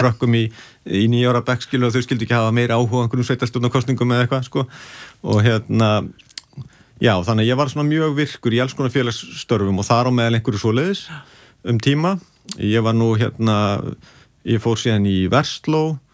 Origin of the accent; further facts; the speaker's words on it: Garðabær, Capital Region, Iceland; also born or lived in Reykjavík; Jú, ég alinn upp í Garðabæ, hérna flutti 2 ára gamall úr Breiðholtinu.